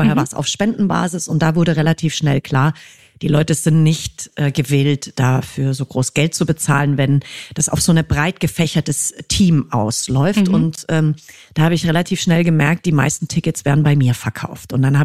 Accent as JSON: {"language": "German", "town": "Fürstenfeldbruck", "region": "Bavaria", "country": "Germany", "said": "hatte vor 4 Wochen in München bei Fürstenfeldbruck, also in meiner alten Heimat"}